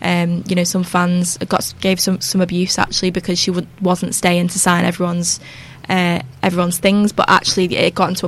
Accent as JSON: {"language": "English", "town": "Widnes", "region": "North West England", "country": "United Kingdom", "said": "So I'm from Widnes."}